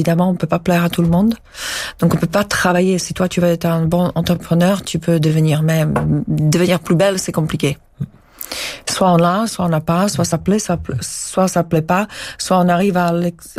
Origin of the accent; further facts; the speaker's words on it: Czechia; French is a second language; now in France; moi je viens de Pays de l'Est.